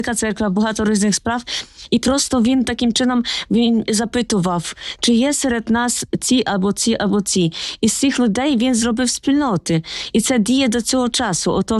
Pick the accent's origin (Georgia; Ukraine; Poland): Poland; Окрім цього, я сама з Польщі родом, так? І у нас в Польщі часто є такі розалі для чоловіків